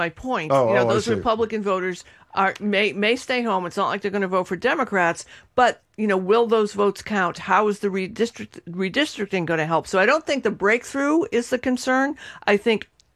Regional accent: Revere, Massachusetts, United States; But then I was reminded of growing up in Revere, and because we were next to the train tracks

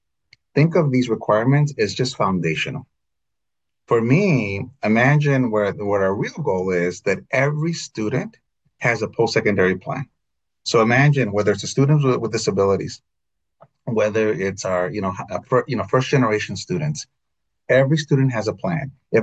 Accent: Illinois, United States; also born or lived in Texas / Nevada; now in Massachusetts, United States; I was in Texas, I was in Nevada, I was in my home state of Illinois.

